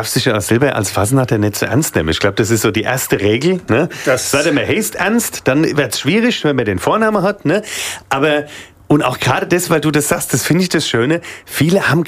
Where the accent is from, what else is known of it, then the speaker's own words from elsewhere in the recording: Mainz, Rhineland-Palatinate, Germany; accent: Mainz dialect; unser Mainzer Dialekt ist ja vom Französischen geprägt.